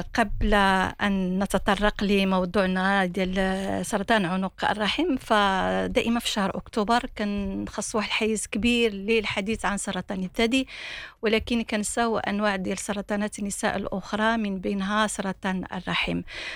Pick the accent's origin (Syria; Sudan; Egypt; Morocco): Morocco